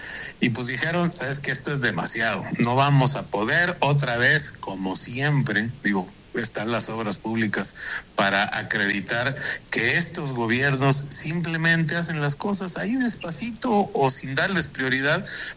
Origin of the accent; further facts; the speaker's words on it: Mexico; yo creo que tenemos que hacer un gran propósito como mexicanos